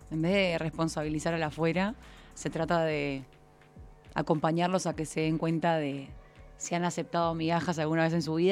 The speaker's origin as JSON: {"language": "Spanish", "country": "Uruguay", "moved": "yes", "lives_now": "Mexico", "said": "soy uruguaya."}